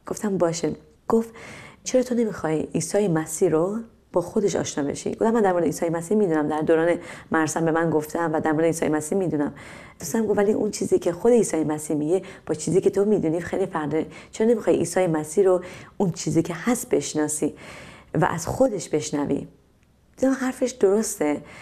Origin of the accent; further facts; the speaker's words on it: Iran; من از یه خانواده مذهبی خیلی شدیدی هستم توی ایران و توی خانواده بزرگ شدم و خانواده من تمام تعالیم مذهبی رو به من دادن